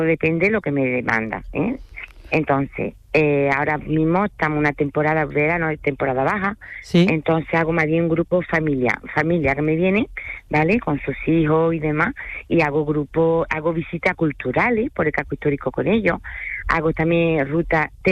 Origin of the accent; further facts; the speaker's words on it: France; Spanish is a second language; now in Spain; Y yo empecé, soy francesa, aunque no tenga mi acento francés.